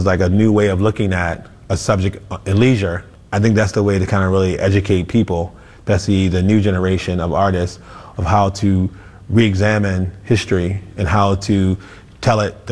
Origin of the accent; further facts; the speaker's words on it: Baltimore, Maryland, United States; I'm from Baltimore, and I have a lot of great stories and memories of growing up in Baltimore.